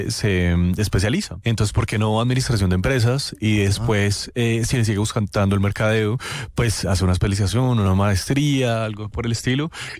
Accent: Bogotá, Bogotá D.C., Colombia; also born or lived in Australia; Súper rolo, lo que vendría siendo cachaco

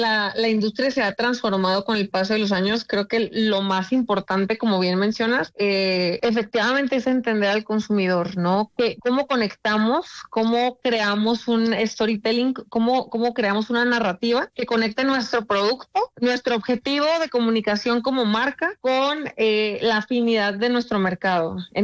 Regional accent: Mexico; moved away as an adult; now in Colombia; yo soy mexicana, sí, yo tengo casi 7 años trabajando en Wplay.co aquí en Colombia

